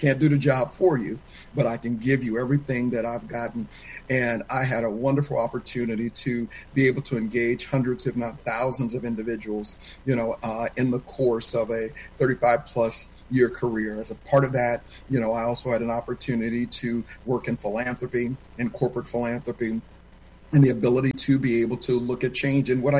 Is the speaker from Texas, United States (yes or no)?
no; Oakland, California, United States; looking at more money than this young black kid growing up in East Oakland had ever seen in my life.